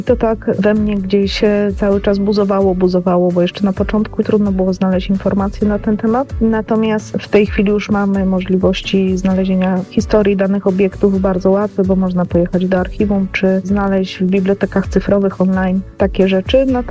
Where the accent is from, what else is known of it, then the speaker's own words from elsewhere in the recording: Szklarska Poręba, Lower Silesian Voivodeship, Poland; Mieszkam tutaj całe życie, czyli niemalże 50 lat.